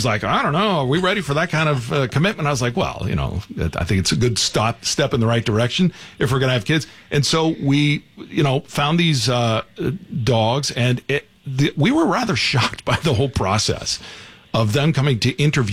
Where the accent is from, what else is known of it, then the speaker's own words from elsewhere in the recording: Florida, United States; And I'm keeping my eye personally because I'm from Florida.